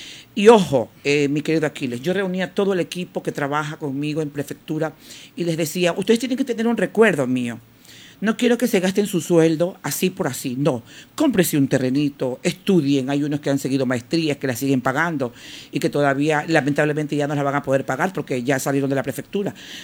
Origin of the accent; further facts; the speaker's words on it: Esmeraldas, Ecuador; caminar tranquila por las calles de Esmeraldas de mi provincia